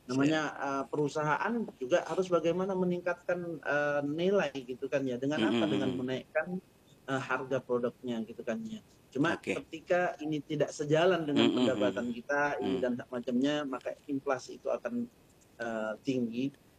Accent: East Java, Indonesia; Atau kita orang Madura pertama gitu kan.

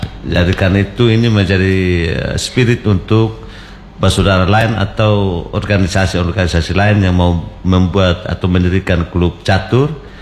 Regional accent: Rote, East Nusa Tenggara, Indonesia; kita orang Rote

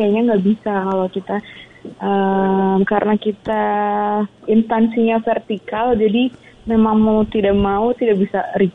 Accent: Gunung Kidul, Special Region of Yogyakarta, Indonesia; Itu kampung halaman saya juga, Gunung Kidul.

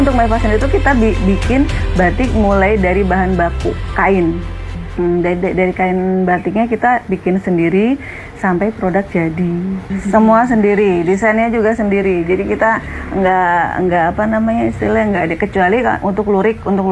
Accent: West Java, Indonesia; now in Yogyakarta, Indonesia; aku bukan asli Jogja, dari Jawa Barat. Terus ke Jogja, hijrah ke Jogja

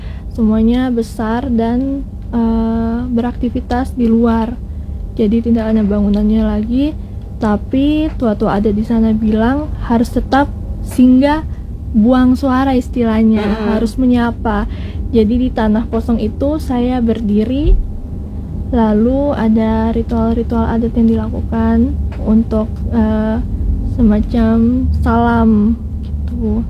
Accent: Ambon, Maluku, Indonesia; dari opa, ayah, sampai saya tinggal dan besarnya di Ambon, di kota Ambon.

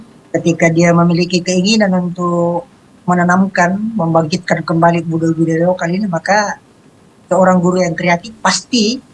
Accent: South Sulawesi, Indonesia; dalam budaya kita orang Makassar itu seperti ini

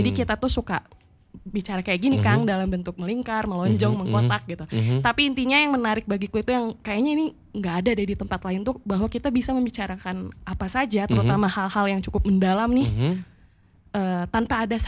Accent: Bandung, West Java, Indonesia; Dari negara beli alias ujung berung

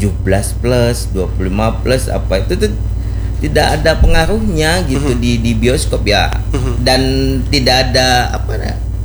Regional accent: Banjarmasin, South Kalimantan, Indonesia; Nah karena saya di Banjarmasin

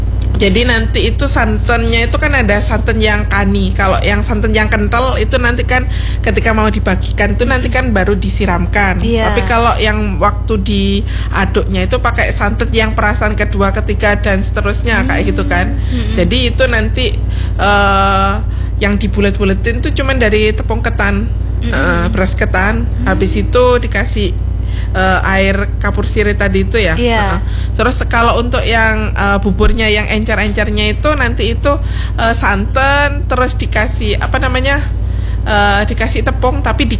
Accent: Java, Indonesia; saya selaku orang Jawa ya

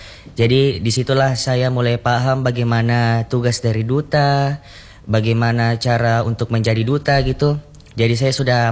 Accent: Southeast Sulawesi, Indonesia; now in Makassar, Indonesia; Saya berasal dari Sulawesi Tenggara, namun saya lahir di Sulawesi Selatan.

